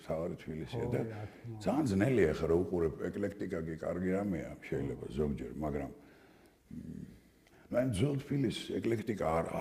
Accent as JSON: {"language": "Georgian", "region": "Tbilisi", "country": "Georgia", "tie": "born or raised there", "said": "დავიბადე პლეხანოვზე, გავიზარდე, გადავედი სამურთაველზე, გავიზარდე რუსთაველზე, სოლოლაკში და მთაწმინდაზე."}